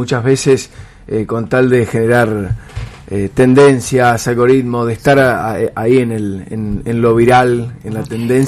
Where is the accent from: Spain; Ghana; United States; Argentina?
Argentina